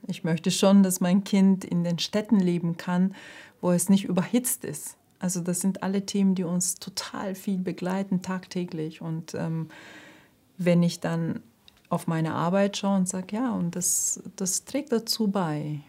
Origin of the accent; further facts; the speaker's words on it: Turkey; German is a second language; moved away as an adult; now in Germany; Abitur in die Türkei gemacht und dann mit 18 habe ich mich entschieden, nach Deutschland zu kommen. Ich habe erst mal Deutsch gelernt, 2 Jahre.